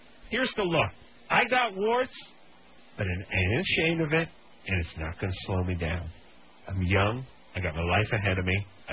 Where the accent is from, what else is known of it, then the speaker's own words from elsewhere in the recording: North Hollywood, California, United States; I'm from North Hollywood.